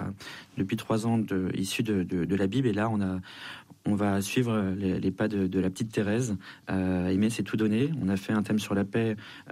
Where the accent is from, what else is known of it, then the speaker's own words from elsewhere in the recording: Argenteuil, Île-de-France, France; Moi, je suis d'Argenteuil